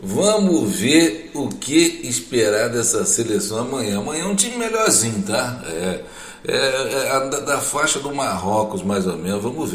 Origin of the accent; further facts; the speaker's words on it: Brazil; nós somos brasileiros